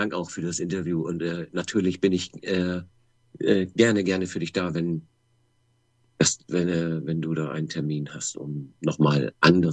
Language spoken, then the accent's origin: German; Hamburg, Germany; Ich komme tatsächlich auch aus Hamburg.